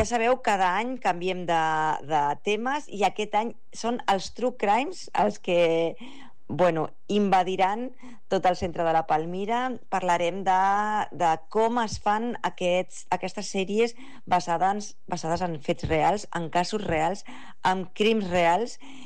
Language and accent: Catalan; Premià de Mar, Catalonia, Spain; Premià de Mar és el meu poble, però la meva segona casa és el Prat.